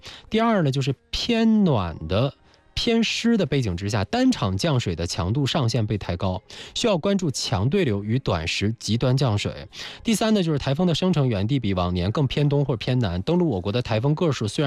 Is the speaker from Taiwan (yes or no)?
no; Liaoning, China; moved away; 现在还跑辽宁去，跑我的老家那边去了哈